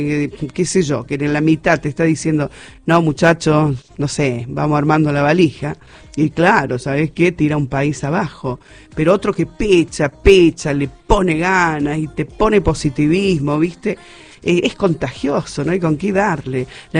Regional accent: Argentina; como argentina y admiradora

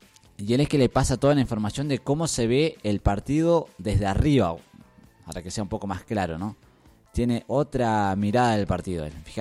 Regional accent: Argentina; somos así los argentinos.

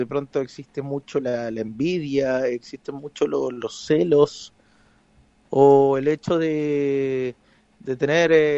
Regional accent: Santiago, Santiago Metropolitan Region, Chile; born there; Sí, vivo en Santiago de Chile, en la capital.

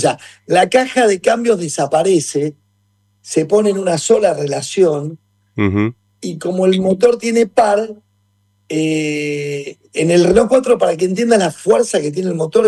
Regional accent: Argentina; Somos argentinos

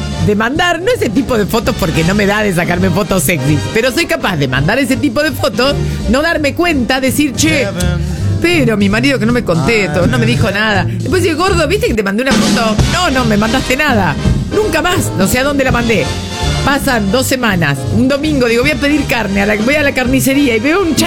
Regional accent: Rosario, Santa Fe, Argentina; Soy de Rosario, me tocó en el grupo de WhatsApp del colegio.

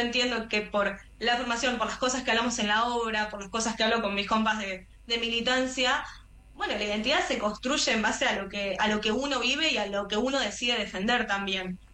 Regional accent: Argentina; soy la primera afroargentina de mi familia

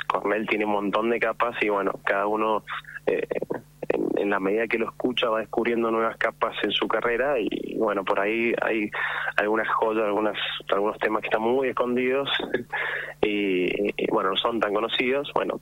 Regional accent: Mendoza, Argentina; La banda somos todos de Mendoza.

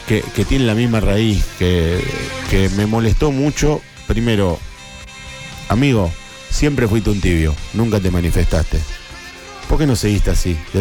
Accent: Argentina; yo soy más argentino que nunca

